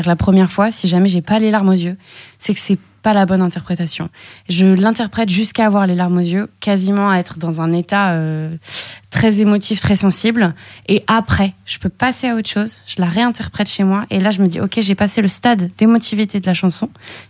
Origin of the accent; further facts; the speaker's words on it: Brittany, France; moi, en tant que petite bretonne qui part à New York City